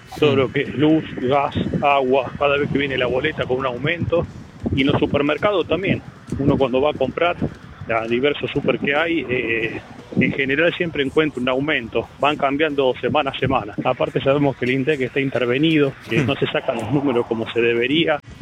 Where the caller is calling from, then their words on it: Firmat, Santa Fe, Argentina; Soy de Firmá Santa Fe.